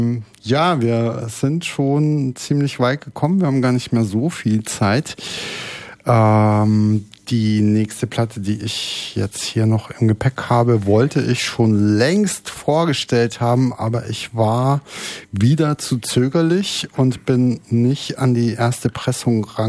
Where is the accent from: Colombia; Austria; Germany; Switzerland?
Germany; Regensburg, Bavaria; denn dieses Label kommt aus meiner Heimatstadt, wo ich ursprünglich herkomme.